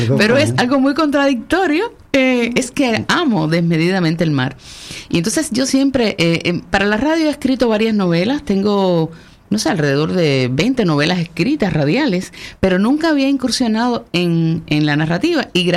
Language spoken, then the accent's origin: Spanish; Cuba; moved away as an adult; estos 5 años que hace ya que no vivo en mi país, Cuba.